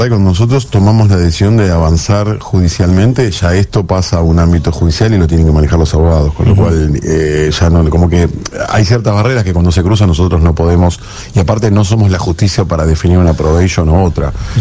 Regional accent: Argentina

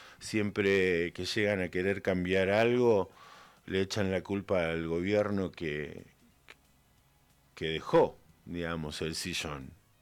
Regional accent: Argentina

